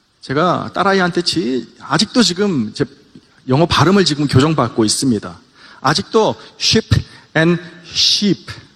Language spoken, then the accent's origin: Korean; South Korea; now in Los Angeles, United States; 저는 2세니까요. 저는 뭐 초등학교 때 와서 한국말 잘 몰라요.